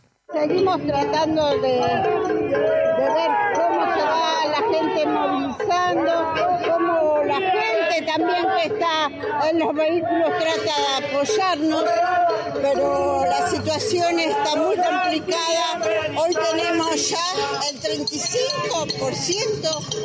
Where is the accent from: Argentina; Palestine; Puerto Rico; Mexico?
Argentina; que las Malvinas son argentinas y, como decíamos antes, y las jubiladas también somos argentinas y los trabajadores también lo son.